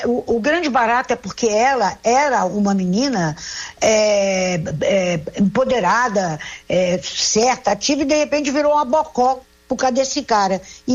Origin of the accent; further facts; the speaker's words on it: Rio de Janeiro, Brazil; meu irmão, bem carioca, né, que eu sou carioca